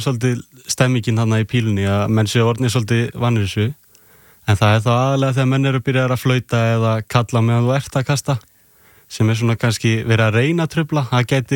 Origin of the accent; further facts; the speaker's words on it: Grindavík, Southern Peninsula, Iceland; Ég úr Grindavík, þannig að það mikil pínumenning þar.